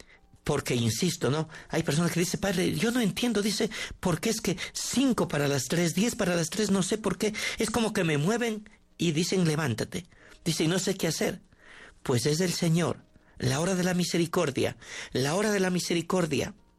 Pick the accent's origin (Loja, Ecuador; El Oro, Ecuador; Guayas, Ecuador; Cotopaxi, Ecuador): Guayas, Ecuador; Milagro; Soy de Milagro.